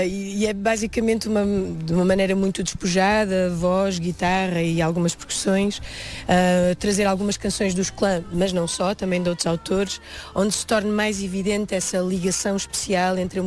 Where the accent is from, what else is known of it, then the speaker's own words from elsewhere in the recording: Portugal; accent: Portuguese; o nosso sotaque às vezes comparado com o nosso país irmão brasileiro pareça às vezes mais árido e mais tímido